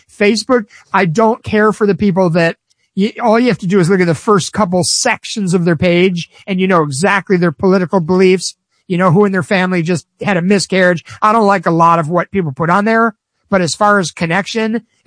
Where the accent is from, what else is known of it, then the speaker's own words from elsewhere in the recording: Chicago, Illinois, United States; bring up the fact that I'm also from Chicago, Illinois?